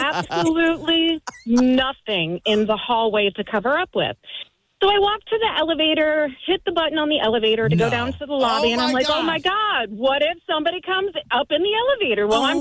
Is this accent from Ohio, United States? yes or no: yes; Ohio, United States; now in Greensboro, United States; I'm from Greensboro, or live in Greensboro, but grew up in northern Ohio.